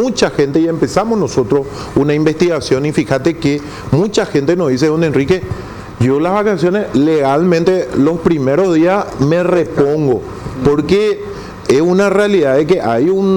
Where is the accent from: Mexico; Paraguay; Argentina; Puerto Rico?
Paraguay